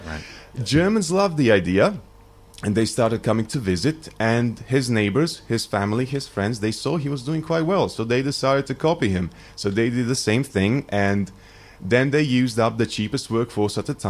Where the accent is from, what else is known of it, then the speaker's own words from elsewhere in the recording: Omiš, Split-Dalmatia County, Croatia; I was born in Split, raised over there in Omiš. Growing up, it was as beautiful.